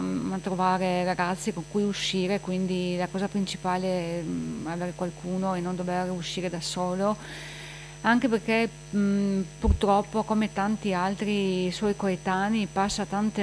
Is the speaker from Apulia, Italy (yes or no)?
no; Opicina, Friuli-Venezia Giulia, Italy; sono di Opicina